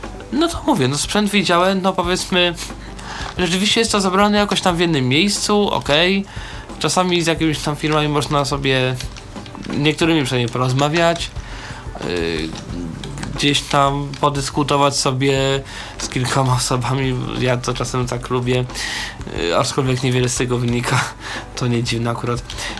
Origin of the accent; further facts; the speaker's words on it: Warsaw, Masovian Voivodeship, Poland; ja generalnie jestem z Warszawy